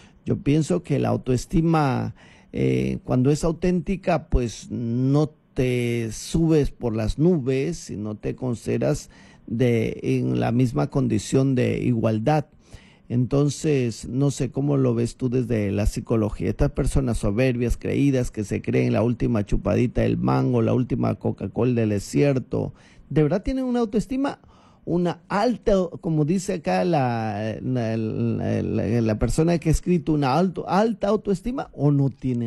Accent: Cajamarca, Peru; born there; Cajamarca, mi tierra querida, la tierra donde yo nací, por más lejos que yo me encuentre, jamás te olvidaré.

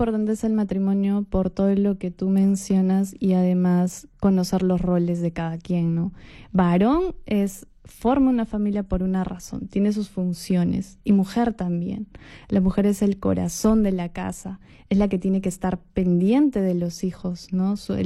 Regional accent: Cusco, Peru; Nosotros somos cusqueños

